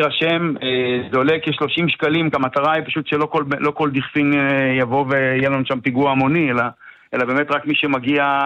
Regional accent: HaYogev, Northern District, Israel; אני במקור בן מושב היוגב, כשחזרנו למושב, היינו חברי קיבוץ מידו במשך 15 שנה, כשחזרנו למושב לפני 3 שנים

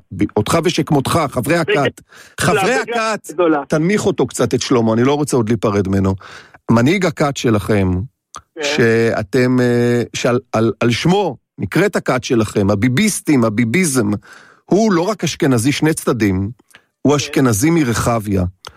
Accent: Haifa, Haifa District, Israel; born there; אני גם נולדתי בחיפה

